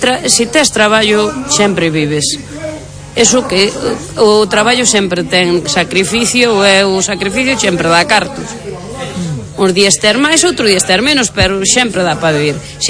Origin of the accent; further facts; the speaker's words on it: Ribeira, Galicia, Spain; San Pedro do Sarandón, Ribeira exactamente. Son de Ribeira, San Pedro e Sarandón.